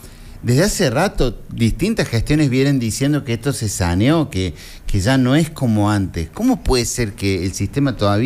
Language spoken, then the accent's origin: Spanish; Argentina